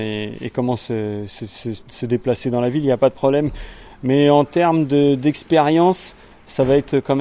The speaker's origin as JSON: {"language": "French", "town": "Paris", "region": "Île-de-France", "country": "France", "moved": "yes", "lives_now": "Kyoto, Japan", "said": "Donc moi je viens de Paris, donc forcément ça bouge à fond, ça booste, les gens vont vite, vite, vite."}